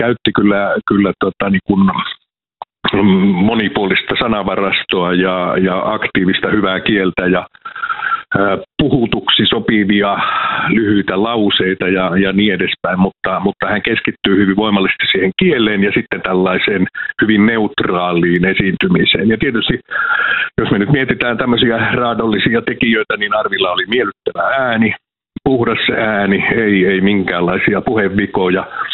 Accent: Savonia, Finland; No mä tunnustan aina, että mä oon semmoinen yleis-itäsuomalainen, eli mä oon savolainen

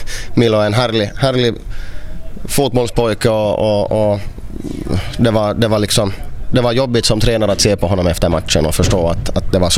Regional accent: Ostrobothnia, Finland; på basen av min finlandssvenska bakgrund

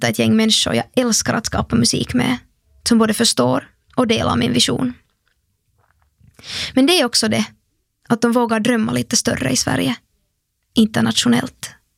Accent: Finland; also born or lived in London; Och som tur är det ändå närmare hem till Finland nu än det var från London.

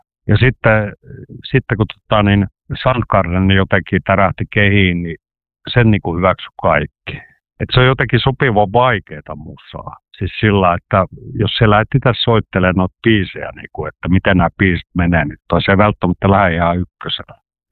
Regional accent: Karelia, Finland; Me ollaan Karjalasta vähän hitaita asioiden omaksumisessa, mutta Seattle kautta se tuli erittäin merkittävä matsku.

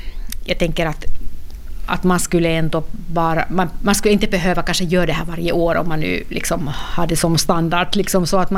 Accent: Finland; Swedish is a second language; moved away as an adult; now in Sweden; Så att han är också från Finland, men eller var 2 när de flyttade till Sverige då med sina föräldrar på 60- eller 70-talet då. Så att Sverige-finne kallar man väl då att man är.

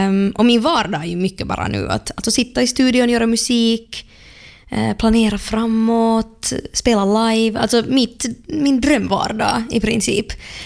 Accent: Helsinki, Uusimaa, Finland; now in Stockholm, Sweden; det är i min hemstad

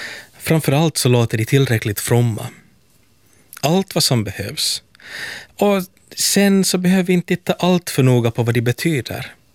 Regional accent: Helsinki, Uusimaa, Finland; från Helsingfors.

